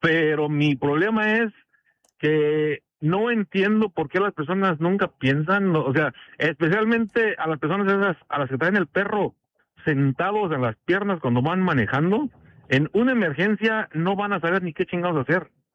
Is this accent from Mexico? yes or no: yes; Mexico; moved away; me crié con perros en México, lindo y querido